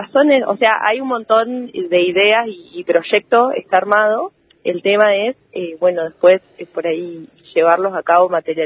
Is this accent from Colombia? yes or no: no; Esquel, Chubut, Argentina; also born or lived in Tucumán; soy de Esquel